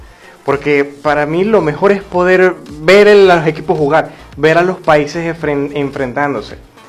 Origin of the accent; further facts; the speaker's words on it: Venezuela; Yo, como buen venezolano